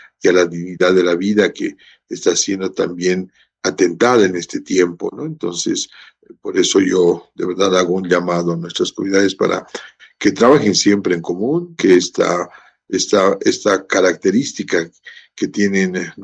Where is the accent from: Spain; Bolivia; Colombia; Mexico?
Bolivia; empecemos a pensar como país, somos Bolivia, todos somos bolivianos